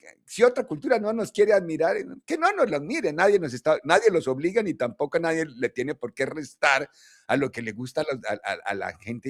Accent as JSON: {"language": "Spanish", "country": "Colombia", "said": "en mi país hay reina de la panela, de la papa, de la caña de azúcar, del café"}